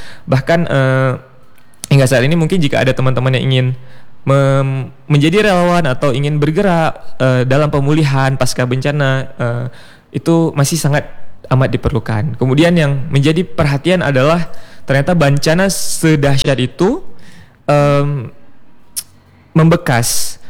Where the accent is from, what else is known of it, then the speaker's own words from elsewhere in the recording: Cot Girik, Aceh, Indonesia; kita juga buat community empowerment di desa saya. Di Aulahop, Cot Girik, Kabupaten Aceh Utara.